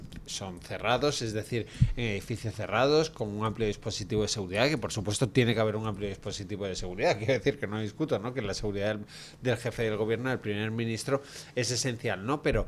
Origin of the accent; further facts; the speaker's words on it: Málaga, Andalusia, Spain; Dejo mi tierra, Málaga, y nos vamos a cualquier otra ciudad